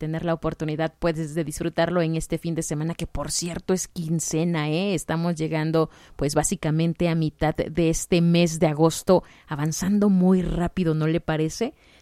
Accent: Oaxaca, Mexico; lo que nos afecta como oaxaqueños.

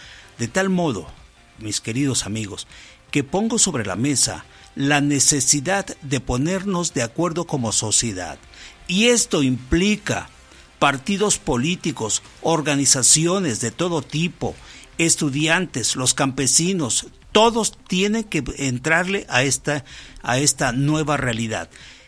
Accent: Mexico

